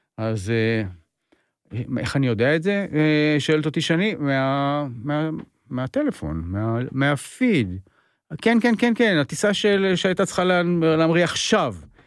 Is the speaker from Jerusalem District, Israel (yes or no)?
yes; Jerusalem, Jerusalem District, Israel; אני ירושלמי.